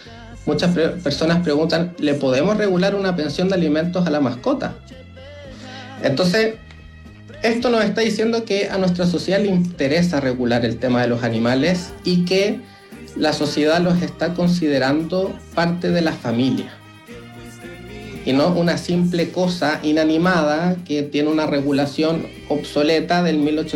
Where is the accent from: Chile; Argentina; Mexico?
Chile; nuestra organización como comunidad chilena